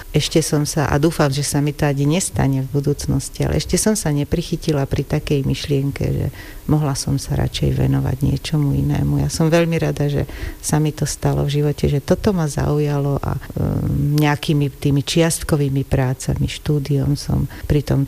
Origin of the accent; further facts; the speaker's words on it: Gelnica, Košice Region, Slovakia; Pochádzam z Gelnice. Gelnica je mesto v južnej časti Spiša, ktoré má vôbec táto oblasť, má veľmi zaujímavý dialekt. A okrem toho moji rodičia pochádzajú z Gemera.